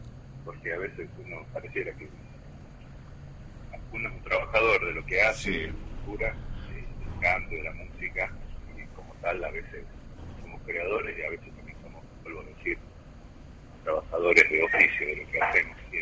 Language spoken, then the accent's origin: Spanish; La Rioja, Argentina; por ser riojano, y esa ventaja que tenemos los riojanos cuando somos fuera de la Rioja, de ser pocos, ¿no? Que andamos ahí fuera de nuestro terruño.